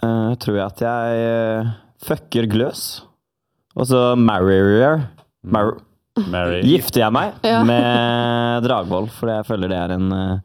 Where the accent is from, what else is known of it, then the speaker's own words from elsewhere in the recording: Oslo, Norway; jeg er fra Grünerløkka i Oslo, og studerer digital forretningsutvikling.